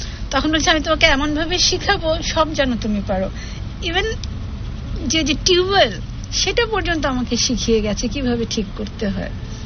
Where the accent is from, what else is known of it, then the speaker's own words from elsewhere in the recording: Jamalpur, Mymensingh Division, Bangladesh; also born or lived in Savar; আমার ছোটবেলাটা কেটেছে জামালপুরে, আমি বড় হয়েছি আমার দাদার কাছে।